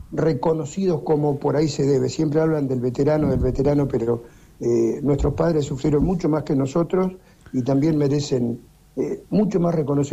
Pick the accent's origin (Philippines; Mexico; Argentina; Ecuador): Argentina; Trelew, Chubut; born there; Nacimos ahí en Trelew el 30 de octubre de 1963, hijo de José y Adela